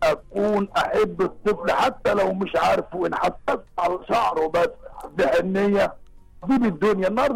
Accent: Cairo, Cairo Governorate, Egypt; لان انا اساسا اتربيت شغلتي دي في مصر الجديده في ميدان الجامع.

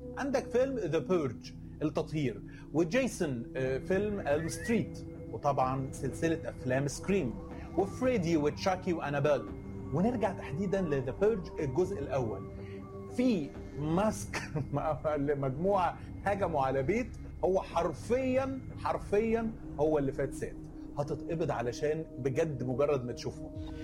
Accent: Egypt; عندنا في مصر

